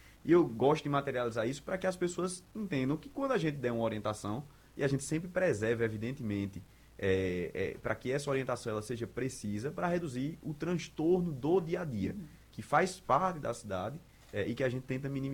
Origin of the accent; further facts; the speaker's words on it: Recife, Pernambuco, Brazil; born there; eu nasci aqui em Recife, fui para o interior, voltei para estudar na universidade, estudava na Universidade Federal de Pernambuco e morava lá na Torre